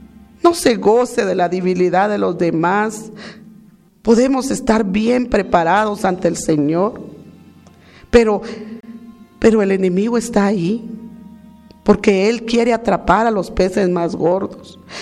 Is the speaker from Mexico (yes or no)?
no; Guatemala